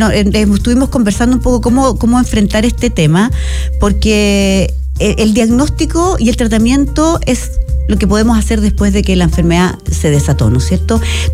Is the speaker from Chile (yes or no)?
yes; Chile; Un tema que nos preocupa como chilenos